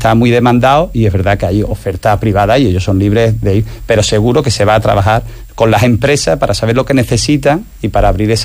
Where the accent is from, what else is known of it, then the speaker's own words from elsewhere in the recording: Zalamea la Real, Andalusia, Spain; yo soy de Zalamea, de la comarca de la Cuenca Minera, y yo sufro la Nacional 435 a diario